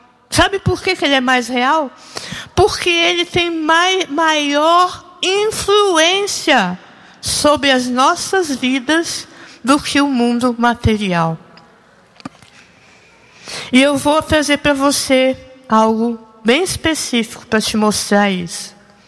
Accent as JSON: {"language": "Portuguese", "country": "Brazil", "also_born_or_lived": "Israel", "moved": "as an adult", "said": "Mas pela fé, eu voltei para o Brasil"}